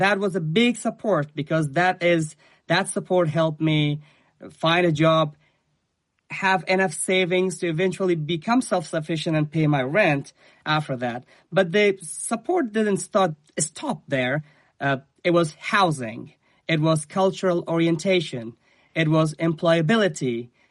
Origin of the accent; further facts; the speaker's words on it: Afghanistan; English is a second language; now in Roanoke, United States; I am from Afghanistan.